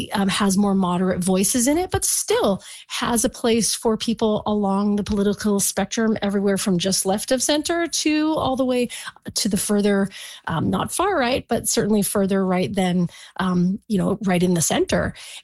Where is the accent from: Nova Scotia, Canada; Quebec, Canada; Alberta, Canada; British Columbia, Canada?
British Columbia, Canada; with who we are as British Columbians and where we actually want this province to go.